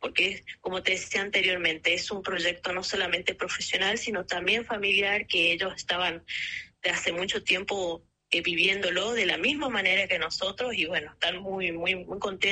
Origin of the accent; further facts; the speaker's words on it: Formosa, Argentina; born there; now in Río Grande, Argentina; ambos nacimos en la provincia de Formosa. Sí. Residimos en Tierra del Fuego, Antártida, Isla del Atlántico Sur, más precisamente en Río Grande.